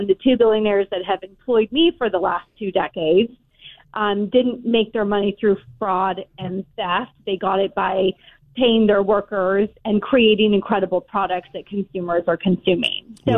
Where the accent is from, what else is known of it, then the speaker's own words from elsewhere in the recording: Central Valley, California, United States; I'm born and raised in California, so I have been really focused on the gubernatorial race as well as the L.A. mayoral race, even though I'm not from L.A. I'm from more the Central Valley up north.